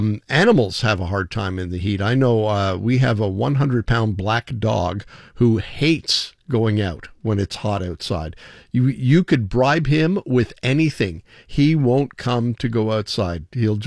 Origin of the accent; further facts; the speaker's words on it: Canada; And there are so many things that we celebrate being Canadian. We are very apologetic people. We say sorry all the time, even if we haven't done anything.